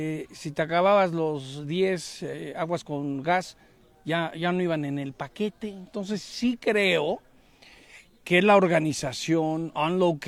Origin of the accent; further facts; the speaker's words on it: Mexico; como mexicano, lo vuelvo a decir, te parte el alma.